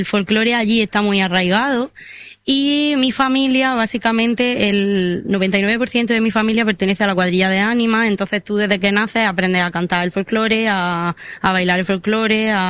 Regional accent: Chirivel, Andalusia, Spain; now in Almería, Spain; en mi pueblo, donde yo soy, que soy de la comarca de Los Vélez

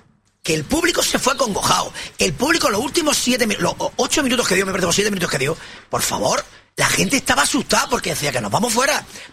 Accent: Almería, Andalusia, Spain; yo soy de Almería, yo soy almeriense

